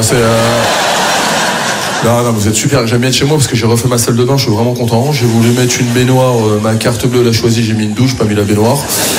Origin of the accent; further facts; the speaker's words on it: France; Non, je suis fier de mes origines et je suis fier d'être français, moi aussi. Je suis un bon français, je suis fier d'être français sur ça.